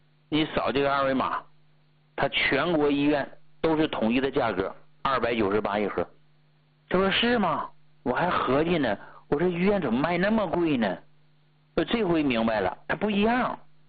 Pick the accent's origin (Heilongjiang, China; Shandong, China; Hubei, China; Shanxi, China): Heilongjiang, China; 你别忘了，中国最冷的地方在黑龙江啊，对吧？我就是黑龙江出来的，啊，我们那边的风湿骨病是最多的。